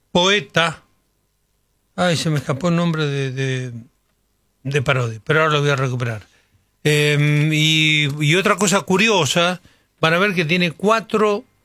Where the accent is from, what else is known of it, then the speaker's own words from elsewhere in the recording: Patagonia, Argentina; Yo soy de la Patagonia.